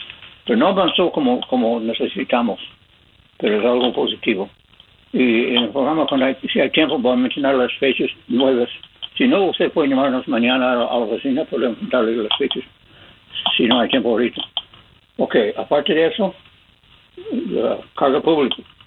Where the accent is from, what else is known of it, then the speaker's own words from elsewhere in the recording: United States; born there; Spanish is a second language; Yo soy un americano, un gringo boy que nací aquí en los Estados Unidos